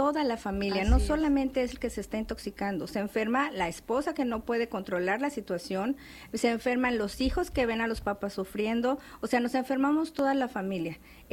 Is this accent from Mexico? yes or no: yes; Mexico City, Mexico; Soy del centro del país, de Ciudad de México.